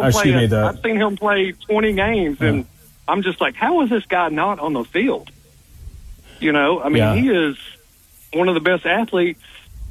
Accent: Whitehall, United States; I'm 44. Me and you, Trey, we're about the same age. I'm from Whitehall.

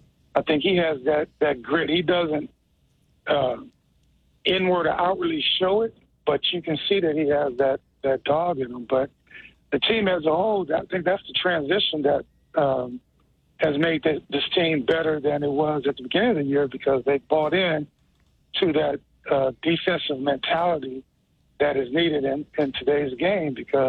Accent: Bakersfield, California, United States; because I was at home as well, because I grew up in Bakersfield, California

